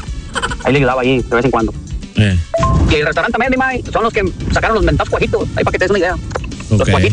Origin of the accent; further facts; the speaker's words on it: Cadereyta Jiménez, Nuevo León, Mexico; also born or lived in Ciudad Madero, Tamaulipas; Y yo me creé en cadereita. Toda mi vida me creé en cadereita. Soy de Ciudad Madero, Tamaulipas.